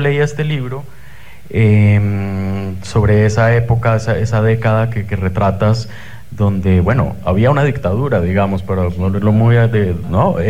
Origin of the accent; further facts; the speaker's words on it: Colombia; Y lo leía pensando mucho en yo soy colombiano, en lo que acaba de pasar en mi país